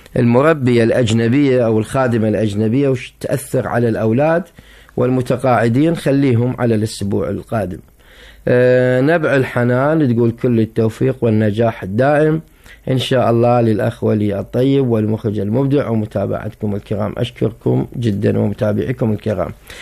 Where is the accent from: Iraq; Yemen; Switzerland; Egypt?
Iraq; صارت ظاهرة عندنا بالعراق